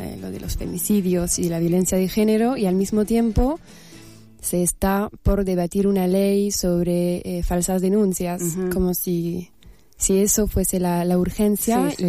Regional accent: France; moved away; yo preparándome para volverme a mi tierra, a Francia, por unos meses.

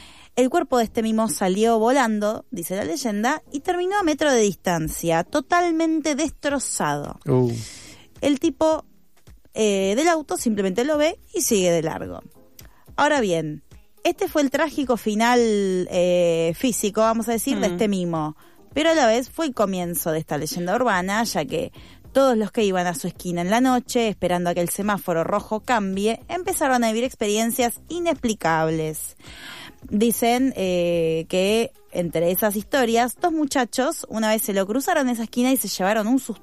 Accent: the province, Buenos Aires Province, Argentina; born there; now in Buenos Aires, Argentina; Yo vivía en provincia cuando era chica

